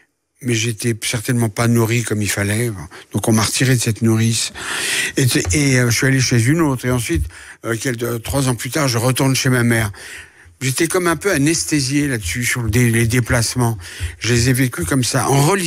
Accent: France; born there

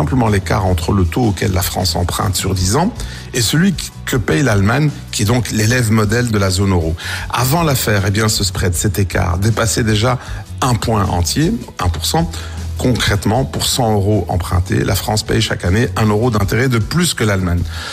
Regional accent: Belgium; Et chez nous, en Belgique donc, c'est pas un spectacle lointain ce qui se passe là-bas.

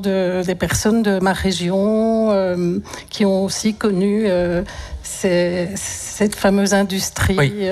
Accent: Clabecq, Wallonia, Belgium; Alors oui, moi je suis originaire de Clabecq.

